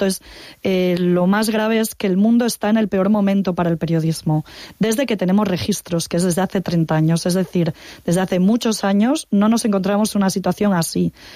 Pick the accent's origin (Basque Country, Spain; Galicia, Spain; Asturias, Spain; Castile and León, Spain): Galicia, Spain; A Coruña; moved away as an adult; soy una coruñesa enamorada de mi ciudad, siempre vuelvo